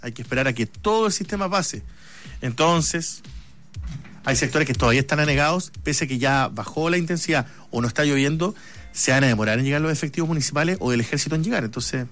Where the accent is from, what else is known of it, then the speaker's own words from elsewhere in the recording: Magallanes and Chilean Antarctica, Chile; moved away; los magallánicos somos buenos para el frío, pero ya me aclimaté.